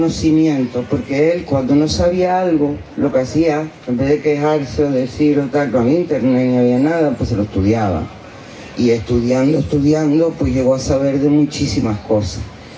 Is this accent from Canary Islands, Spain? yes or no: yes; Canary Islands, Spain